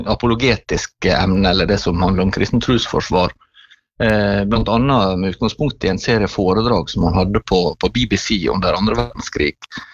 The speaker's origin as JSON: {"language": "Norwegian", "region": "Møre og Romsdal", "country": "Norway", "tie": "born or raised there", "moved": "as an adult", "lives_now": "Sotra, Bergen, Norway", "said": "Jeg jo egentlig remeværing, så jeg har vokst opp I Trærøy og bodde der til, ja, jeg var ferdig på videregående, og det synes jeg ikke så lenge siden, men det visst 25 år. Så nå jeg bodd I Bergen oppe på Sotra"}